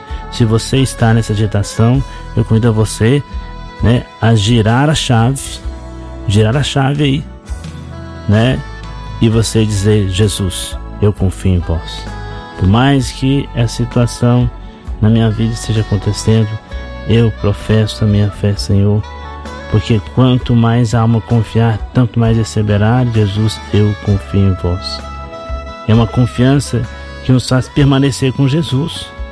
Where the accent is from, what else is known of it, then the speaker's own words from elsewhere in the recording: Contagem, Minas Gerais, Brazil; also born or lived in Belo Horizonte; nossos irmãos lá de BH, minha terra, nasci em BH, fui criado em Contagem, meus irmãos estão em Contagem, minha mãe está em Contagem